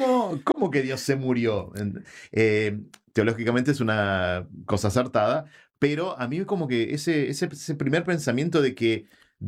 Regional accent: Ciudadela, Buenos Aires Province, Argentina; viví siempre en Ciudadela. Ajá. Soy de la zona oeste. Los primeros años de mi vida viví en lo que se conoce como el bar del Fuerte Apache, el sí. Barrio Ejército de los Andes. Hasta mis 11 años viví ahí.

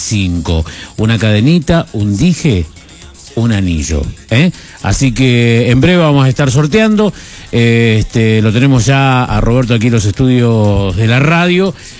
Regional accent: Patagonia, Argentina; nosotros que somos patagónicos

